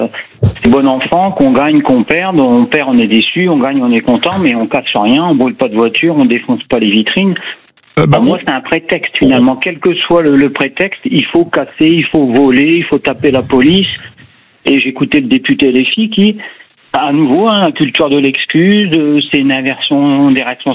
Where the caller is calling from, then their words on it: Hauts-de-France, France; par chez nous, dans le Pas-de-Calais